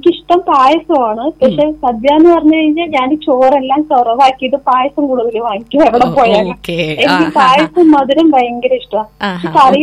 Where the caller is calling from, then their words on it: Peruvemba, Kerala, India; Peruvamba Palakkad.